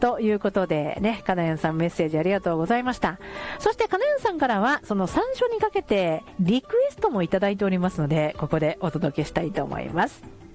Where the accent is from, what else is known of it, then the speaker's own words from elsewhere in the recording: Yabu, Hyogo, Japan; 私も薮市出身ですけど